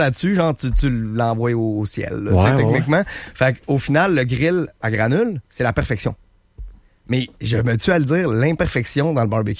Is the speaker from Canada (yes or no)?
yes; Saint-Jean-Chrysostome, Quebec, Canada; puis on vient de Saint-Jean-Chrysostome, okay. De Québec, ouais.